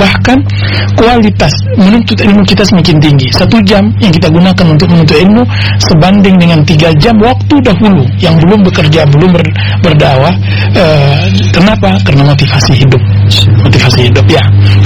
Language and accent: Indonesian; West Sumatra, Indonesia; kami kebetulan ibu sekampung ya.